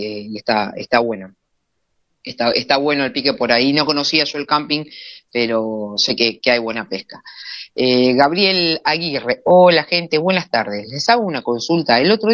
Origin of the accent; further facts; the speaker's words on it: San Vicente, Buenos Aires Province, Argentina; born there; Yo cuando era muy, muy pequeña, hablando de, no sé, 8 años, por ahí, en San Vicente